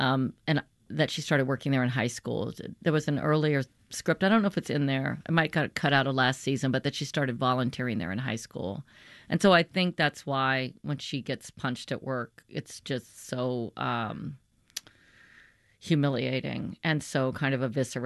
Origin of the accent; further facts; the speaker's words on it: Louisiana, United States; I'm from Louisiana.